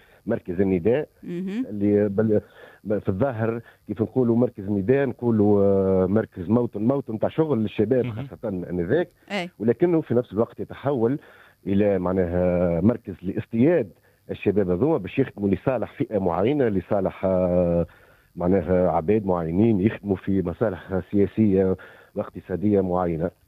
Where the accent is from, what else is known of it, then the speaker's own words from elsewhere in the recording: Tunisia; عشناها احنا التوانسة الكل